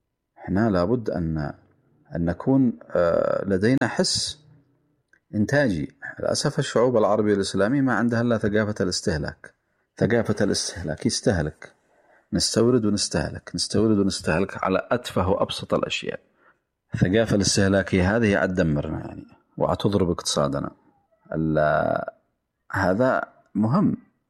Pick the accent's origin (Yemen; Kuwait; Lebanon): Yemen; عندنا في اليمن